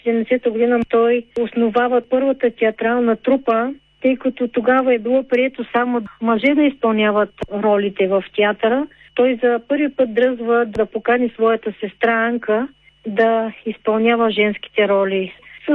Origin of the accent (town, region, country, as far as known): Byala Cherkva, Veliko Tarnovo Province, Bulgaria